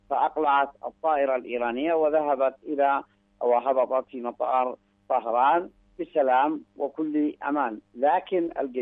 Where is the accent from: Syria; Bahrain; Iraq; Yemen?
Yemen; نحن كيمنيين